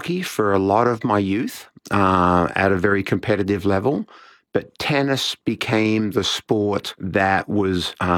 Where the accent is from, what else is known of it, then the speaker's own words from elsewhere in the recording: Australia; moved away as an adult; also born or lived in United States; now in Edmonton, Canada; I'm originally from Australia and moved over to North America to continue a tennis journey when I was 18 in the early 80s.